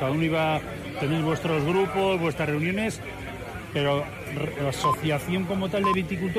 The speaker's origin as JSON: {"language": "Spanish", "town": "Baños de Ebro", "region": "Basque Country", "country": "Spain", "said": "también soy de Baños de Ebro y tengo viñas por casi toda la Rioja"}